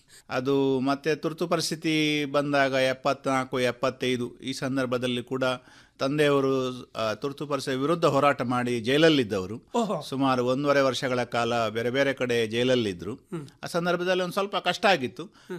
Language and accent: Kannada; Punacha, Karnataka, India; also born or lived in Sajipa Mooda / Puttur; 61ನೇ ಇಸವಿಯಲ್ಲಿ ನಾನು ಹುಟ್ಟಿದ್ದು ಬಂಟ್ವಾಳ ತಾಲೂಕಿನ ಪುಣಚ ಗ್ರಾಮದಲ್ಲಿ. ತಂದೆ ತಾಯಿ ಇಬ್ಬರು ಕೂಡ ಕೃಷಿಕರು. ನಾವು 5 ಜನ ಮಕ್ಕಳು